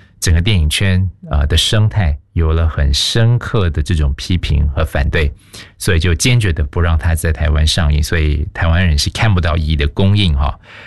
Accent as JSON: {"language": "Chinese", "country": "Malaysia", "tie": "born or raised there", "said": "因为我们是在这个地方出生长大的孩子，我们的意识跟成长的这种经历就只有在马来西亚的一种经验"}